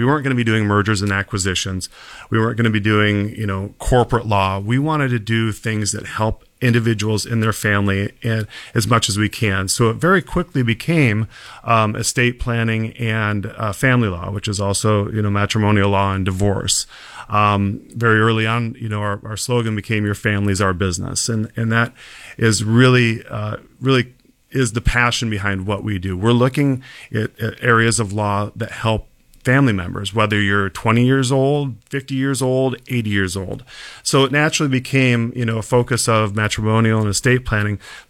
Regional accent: Nebraska, United States; moved away as an adult; also born or lived in Minneapolis; now in Western New York, United States; I didn't grow up in upstate Western New York. I grew up in Nebraska. I went to the University of Nebraska

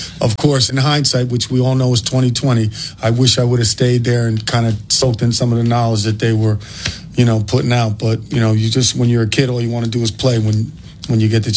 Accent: New York, United States; also born or lived in New Jersey; I grew up in New York and New Jersey.

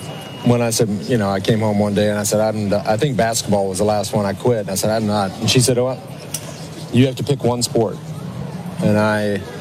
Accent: Texas, United States; now in Austin, United States; I grew up outside of Dallas

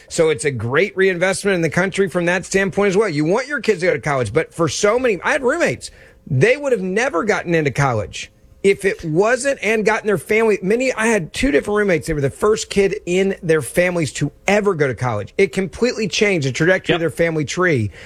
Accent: Memphis, Tennessee, United States; The African-American University of Memphis, my hometown football coach

